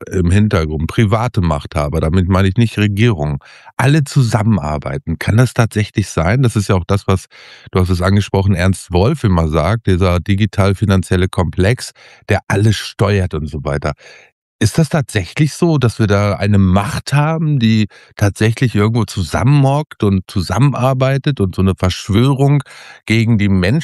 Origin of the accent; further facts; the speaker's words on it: Hagen, North Rhine-Westphalia, Germany; Also ich kenne das aus meiner Heimatstadt Hagen.